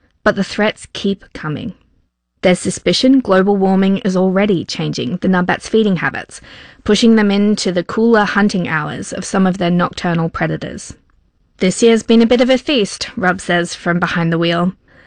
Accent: Brisbane, Queensland, Australia; moved away; Growing up on the bushy outskirts of Brisbane, on the other side of the country, my favourite neighbours were the resident koalas.

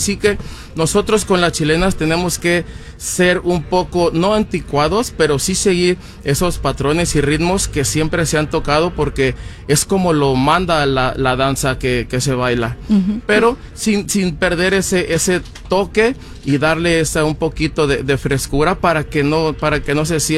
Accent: Oaxaca, Mexico; Yo creo que como oaxaqueños aprendemos a bailar en las fiestas todos los sábados o los domingos

